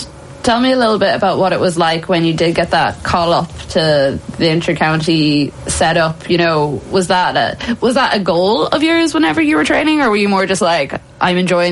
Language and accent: English; Ireland; it's something that we can very easily take for granted growing up in Ireland, because you just almost accept that it's the same all over the place.